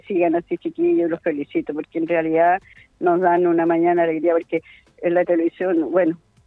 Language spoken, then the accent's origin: Spanish; San Joaquín, Santiago Metropolitan Region, Chile; moved away as an adult; also born or lived in Pichilemu; les voy a contar así a grandes rasgos, cortito, que yo soy nacida y criada en San Joaquín. Ya voy a cumplir 70 años, pero por cosas de la vida me tuve que ir por 10 años a Pichilemu a vivir. Ya, ahora, gracias a Dios, de vuelta a mi comuna